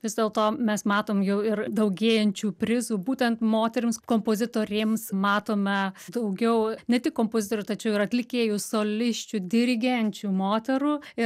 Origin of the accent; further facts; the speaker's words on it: Pasvalys, Panevėžys County, Lithuania; ir netgi pagaliau sugrįšiu į savo gimtąjį kraštą kitais metais, jau rengiame programą ir planuojame koncertą Pasvalyje, o Pasvalys bus juk Lietuvos kultūros sostinė.